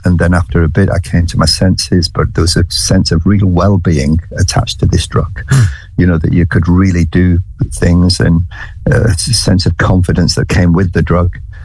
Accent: St Helens, North West England, United Kingdom; now in London, United Kingdom; I was brought up in Merseyside. I was brought up in a place near Liverpool called St. Helens. And I was brought up in a church

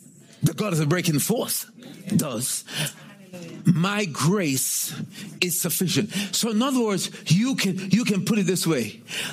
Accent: Jamaica; I'm Jamaican.

